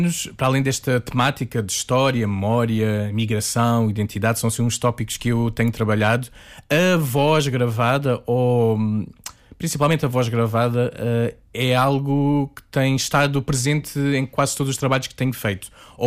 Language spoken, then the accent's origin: Portuguese; Algarve, Portugal; moved away as an adult; now in Lisbon, Portugal; Eu nasci no Algarve, eu sou algarvio, apesar de ter vindo aos 18 anos para Lisboa.